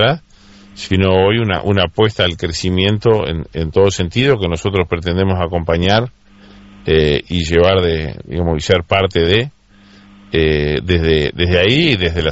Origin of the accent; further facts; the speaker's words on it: Uruguay; como uruguayo lo digo, ¿no?